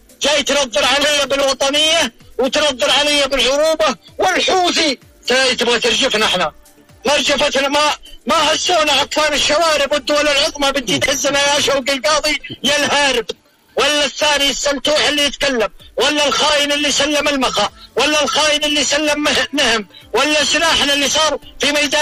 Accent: Saudi Arabia; أنا لكم … من السعودية

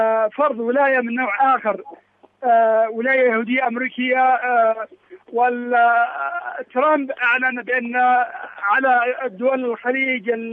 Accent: Yemen; بالنسبة لنا كيمنيين

